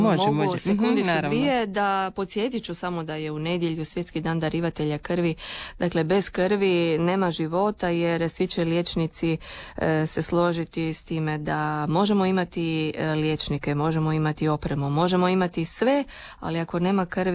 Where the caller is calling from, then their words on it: Pula, Istria County, Croatia; Iz Pule mogu vam svima poželjeti samo lijep, ugodan i miran vikend.